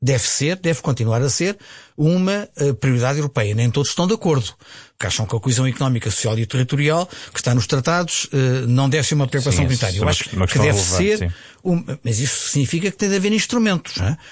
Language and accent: Portuguese; Portugal; Naturalmente nós estamos a falar em Portugal e somos portugueses